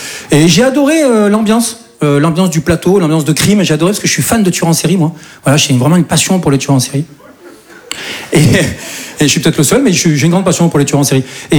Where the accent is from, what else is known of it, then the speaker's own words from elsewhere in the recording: south of France, France; now in Paris, France; Je dis ça parce que moi, je viens du sud de la France. Et chez nous, c'est un peu plus tranquille, quoi. Et moi, voilà, je suis monté sur Paris, voilà, pour devenir comédien.